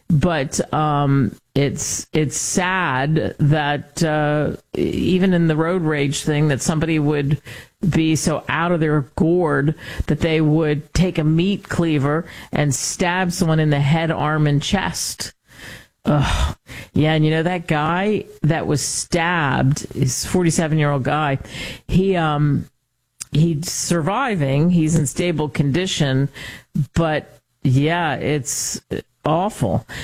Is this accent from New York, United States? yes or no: yes; New York City, New York, United States; moved away as an adult; my home state. I grew up in Queens. I love the great state of Ohio. Of course, now I moved a long time ago, but I go back